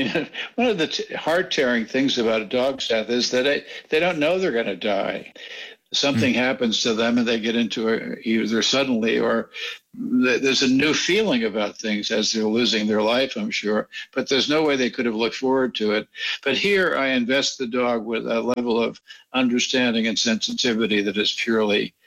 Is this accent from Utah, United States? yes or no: no; Jackson Heights, New York, United States; also born or lived in Westchester; We grew up in Jackson Heights, New York and in an apartment, so we didn't have a dog.